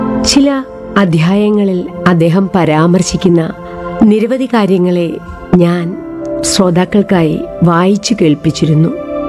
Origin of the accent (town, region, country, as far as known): Kollam, Kerala, India